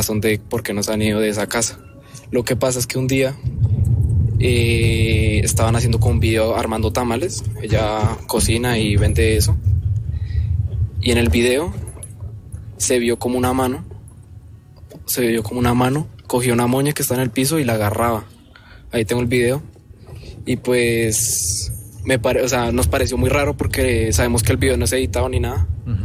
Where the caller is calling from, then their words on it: Bogotá, Colombia; De Bogotá, Colombia.